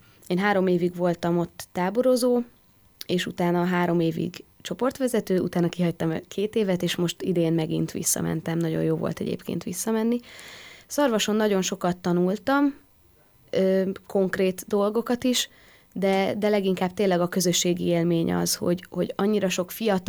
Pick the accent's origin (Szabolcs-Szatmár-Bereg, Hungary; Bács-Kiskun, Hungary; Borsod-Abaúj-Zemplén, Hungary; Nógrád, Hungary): Bács-Kiskun, Hungary; Kecskemét; born there; Mi ugye Kecskemétről származunk